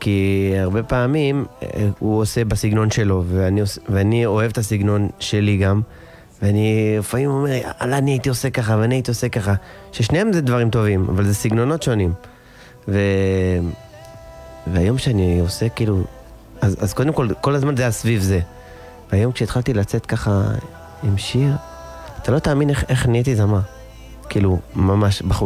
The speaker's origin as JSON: {"language": "Hebrew", "town": "Netivot", "region": "Southern District", "country": "Israel", "tie": "born or raised there"}